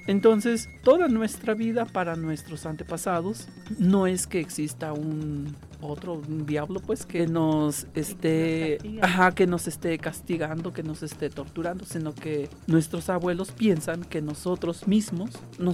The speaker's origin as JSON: {"language": "Spanish", "town": "Huitzilan de Serdán", "region": "Puebla", "country": "Mexico", "tie": "born or raised there", "first_language": "Nahuatl", "second_language": "Spanish", "moved": "yes", "said": "soy oriundo de San Miguel del Progreso, Huitzilán de Cerdán, Puebla, conocido como la región de la Sierra Norte de Puebla."}